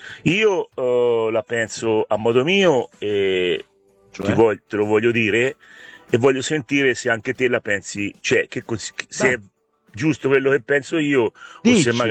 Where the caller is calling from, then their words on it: Grosseto, Tuscany, Italy; da Grosseto.